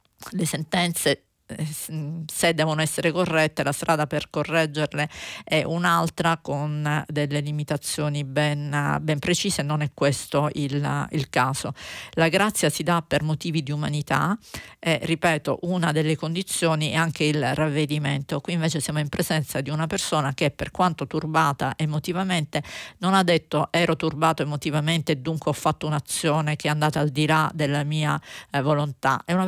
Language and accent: Italian; Calabria, Italy; moved away; Io sono calabrese, quindi sono particolarmente attenta alla mia regione d'origine.